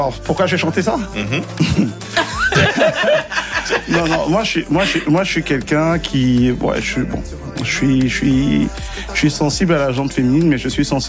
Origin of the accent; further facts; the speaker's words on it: Nairobi, Kenya; on a grandi à Nairobi au Kenya.